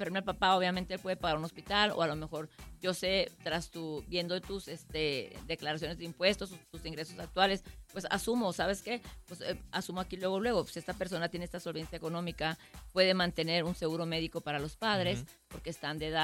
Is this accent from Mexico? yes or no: yes; Mexico; now in El Paso, United States; yo tuve mis hijos aquí cuando era mexicana. Bueno, con Max ya era residente, pero cuando tuve al grande, yo estaba viviendo aquí. Ahorita no me van a decir nada, ya soy americana.